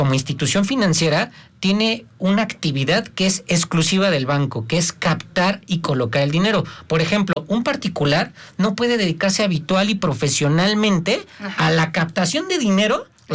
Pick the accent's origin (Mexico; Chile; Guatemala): Mexico